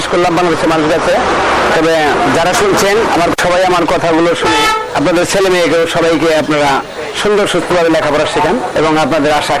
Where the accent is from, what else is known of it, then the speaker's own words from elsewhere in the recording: Manikganj, Dhaka Division, Bangladesh; আমার বাড়ি মানিকগঞ্জ জেলা।